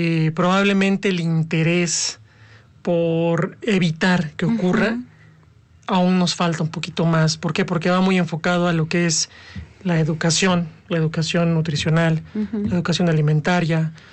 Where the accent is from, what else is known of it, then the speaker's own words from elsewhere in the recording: Mexico; no es en lo absoluto hablar mal de nosotros como mexicanos